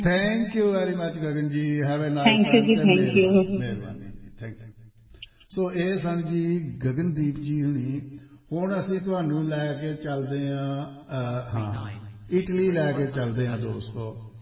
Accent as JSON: {"language": "Punjabi", "town": "Batala", "region": "Punjab", "country": "India", "tie": "born or raised there", "said": "ਸਾਡਾ ਜਿਹੜਾ ਪਿੰਡ ਹੈ ਨਾ, ਸਾਡਾ ਪਿੰਡ ਹੈ ਬਟਾਲੇ ਦੇ ਲਾਗੇ ਕਾਨੂੰ ਆਉਣ ਵਾਲੀ ਸੜਕ"}